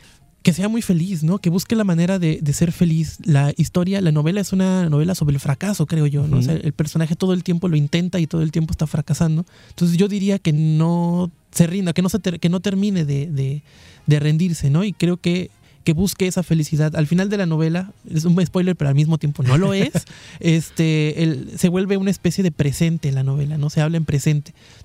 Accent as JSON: {"language": "Spanish", "town": "Córdoba", "region": "Veracruz", "country": "Mexico", "tie": "born there", "moved": "yes", "lives_now": "Xalapa, Mexico", "said": "Yo, en efecto, soy de Córdoba, nací allá y me vine a vivir aquí en Jalapa. Yo creo que ya me quedé a vivir acá."}